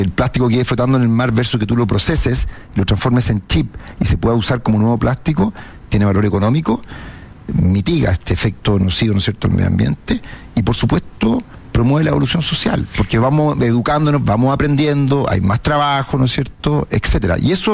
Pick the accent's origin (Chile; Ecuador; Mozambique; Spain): Chile; como sociedad chilena lo aprobemos medioambientalmente